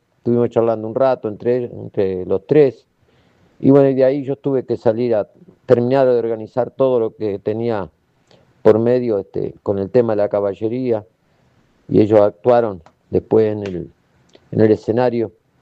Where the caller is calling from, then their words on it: Chuy, Rocha, Uruguay; te digo muy buenos días desde aquí, desde Chuy, departamento de Rocha, Uruguay.